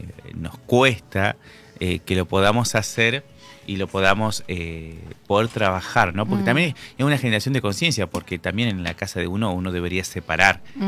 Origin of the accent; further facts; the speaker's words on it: Federal, Entre Ríos, Argentina; yo soy de Federal